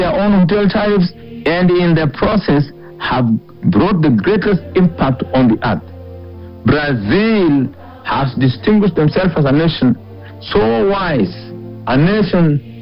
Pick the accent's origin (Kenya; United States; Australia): Kenya; My mind is really repent as a Kenyan when I saw what really has happened